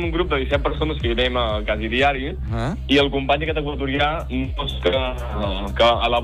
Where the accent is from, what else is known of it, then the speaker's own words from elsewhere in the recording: Reus, Catalonia, Spain; also born or lived in Russia; jo ja he nascut, estic criat a Reus, a Catalunya.